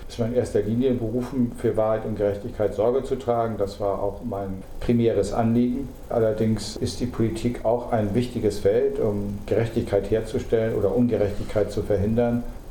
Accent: Lübeck, Schleswig-Holstein, Germany; moved away as an adult; Ich komme ja aus Lübeck

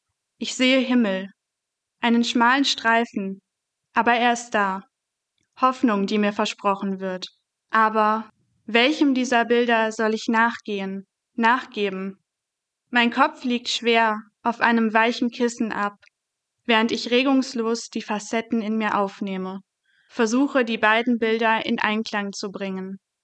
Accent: Essen, North Rhine-Westphalia, Germany; Ich komme aus Essen und bin 20 Jahre alt.

